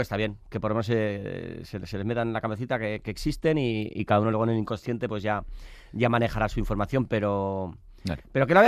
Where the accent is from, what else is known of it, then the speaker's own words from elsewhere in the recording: Basque Country, Spain; Y yo soy muy friolero. Soy vasco, sí, todo el rodaje, ¡ay, qué frío! Pero si eres vasco, si eres del norte, que soy tan vasco como friolero, que conste en acta.